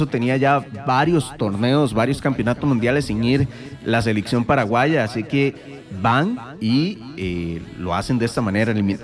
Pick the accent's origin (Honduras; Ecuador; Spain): Ecuador; No, y somos ecuatorianos, yo creo. Yo quiero escuchar a la gente. Somos ecuatorianos.